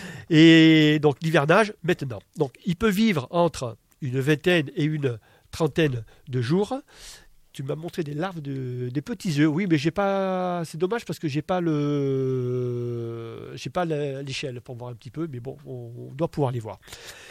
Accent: Provence-Alpes-Côte d'Azur, France; je suis provençal

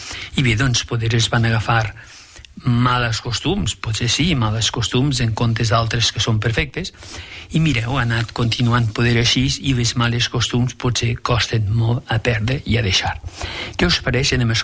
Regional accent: Tamarit de Llitera, Aragon, Spain; moved away; m'he criat en la Franja de Ponent i molt veí a casa vostra, perquè m'he criat a Tamarit

